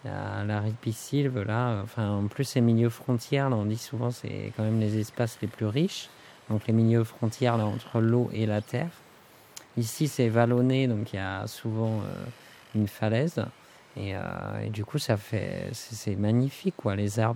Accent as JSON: {"language": "French", "town": "Nantes", "region": "Pays de la Loire", "country": "France", "said": "Nantes, je viens de Nantes. J'habitais dans un village, mais je suis né très près d'un marais et de la mer."}